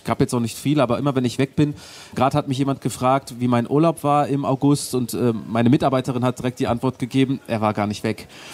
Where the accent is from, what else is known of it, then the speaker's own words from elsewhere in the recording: Germany; Ich bin aber in Deutschland geboren, aufgewachsen. Ich kenne kein anderes Leben, ich kenne keine andere Sozialisierung und ich weiß gar nicht, wo ich woanders meine Heimat nennen kann.